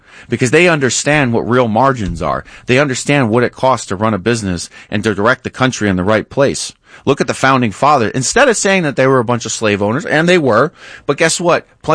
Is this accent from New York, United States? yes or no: yes; New York, United States; You know, I grew up in New York.